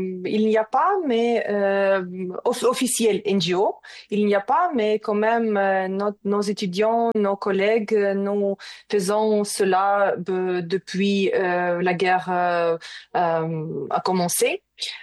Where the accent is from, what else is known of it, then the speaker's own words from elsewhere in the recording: Ukraine; moved away as an adult; Oui, mon histoire, c'est que j'ai quitté l'Ukraine au début de la guerre. Je suis partie avec mon enfant parce qu'il est très petit.